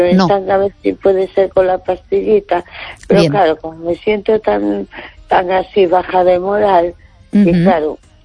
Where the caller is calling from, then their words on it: A Coruña, Galicia, Spain; Hola, buenas noches … de Coruña.